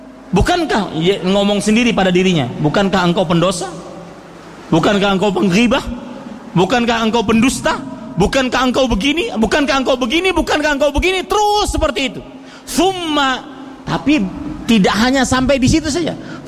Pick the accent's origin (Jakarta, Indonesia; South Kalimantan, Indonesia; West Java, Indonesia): South Kalimantan, Indonesia; Banjarmasin; also born or lived in Saudi Arabia; Di kota saya sekarang lagi musim durian.